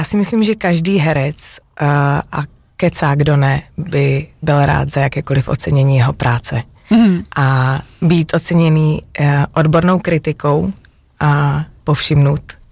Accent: Havířov, Moravian-Silesian Region, Czechia; A jsem z Havířova.

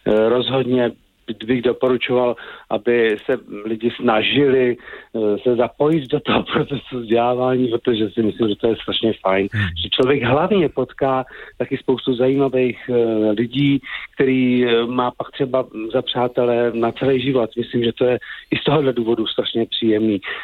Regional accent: Žatec, Ústí nad Labem Region, Czechia; jsem byl kluk ze Žadce, z malého města

